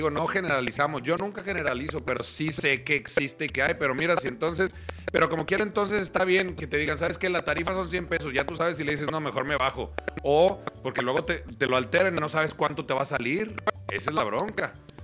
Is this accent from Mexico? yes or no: yes; Mexico; también soy mexicano